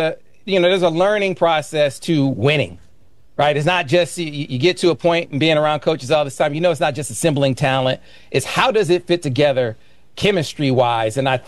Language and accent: English; Flint, Michigan, United States; born or raised there